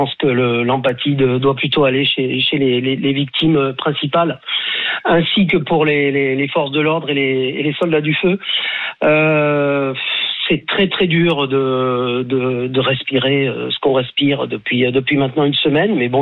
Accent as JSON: {"language": "French", "region": "Occitanie", "country": "France", "said": "Personnellement, je suis de l'Aude, donc j'ai aussi vécu ça l'année dernière dans les Corbières."}